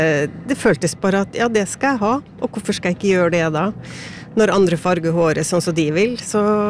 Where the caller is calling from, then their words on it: Northern Norway, Norway; jeg er jo nordlending